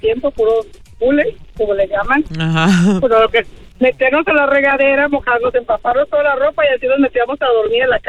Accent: Mexicali, Baja California, Mexico; now in La Mirada, United States; estábamos pequeñas, vivíamos en Mexicali

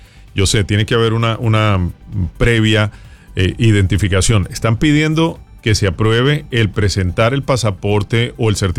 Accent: Colombia; now in Miami, United States; con Colombia, mi país.

